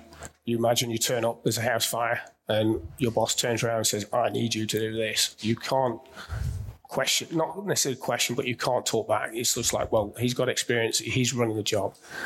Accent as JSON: {"language": "English", "region": "England", "country": "United Kingdom", "tie": "born or raised there", "moved": "as an adult", "lives_now": "Melbourne, Australia", "said": "I grew up in England and missed out on a chance when I was in my early 20s."}